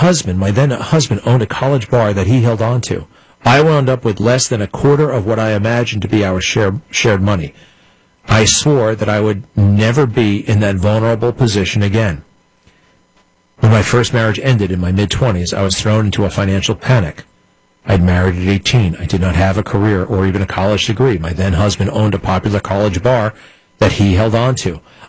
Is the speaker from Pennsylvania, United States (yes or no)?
yes; Scranton, Pennsylvania, United States; What the hell's wrong with Scranton? I'm from Scranton.